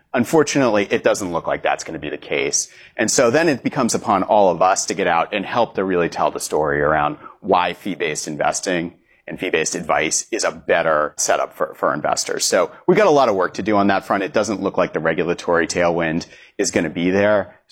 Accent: United States; moved away as an adult; now in London, United Kingdom; so you can tell from my accent, obviously I'm American, but transplanted to London 2 years ago to lead Vanguard's European business.

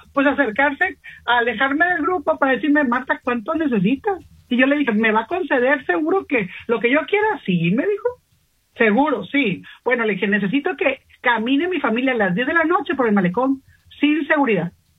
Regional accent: Sinaloa, Mexico; así somos los sinaloenses

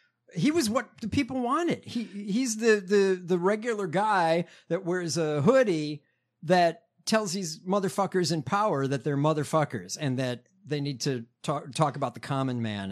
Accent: Chicago, Illinois, United States; Oh, yeah. I'm from the back of the yards.

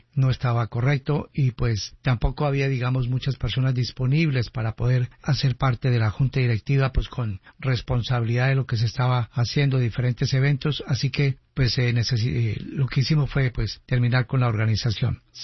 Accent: Colombia; now in Las Vegas, United States; sino como ciudadanos colombianos

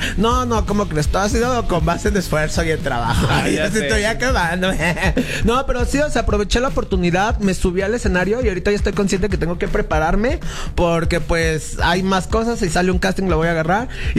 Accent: Ecatepec, State of Mexico, Mexico; Soy de Catepec.

